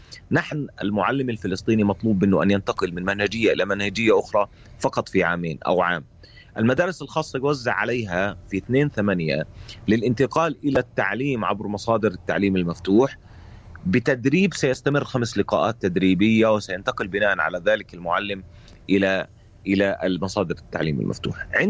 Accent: Palestine; أنا كصحفي فلسطيني

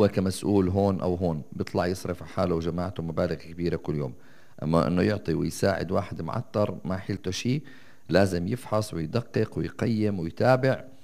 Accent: Palestine; إحنا كفلسطينيين يعني بدك تعمل إجراء معين

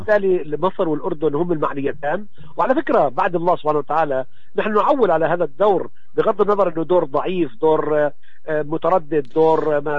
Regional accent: Palestine

